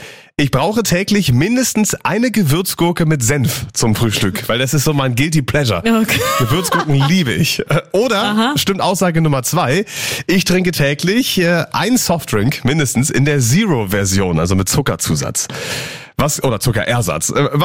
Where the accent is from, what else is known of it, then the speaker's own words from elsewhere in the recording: Brandenburg, Germany; ich komme aus Brandenburg